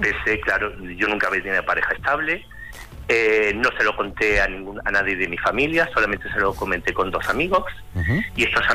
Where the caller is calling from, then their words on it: Andalusia, Spain; yo soy de Andalucía.